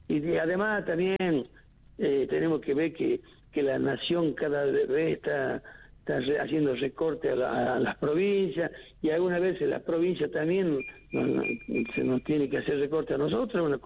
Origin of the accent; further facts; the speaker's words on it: Puesto Viejo, Jujuy, Argentina; yo soy de acá, de Puesto Viejo, nacido, criado